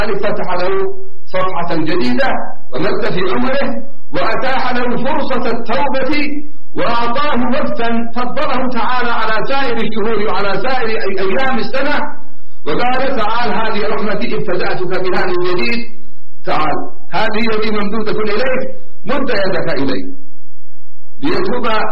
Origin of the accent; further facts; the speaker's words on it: Yemen; عندنا في اليمن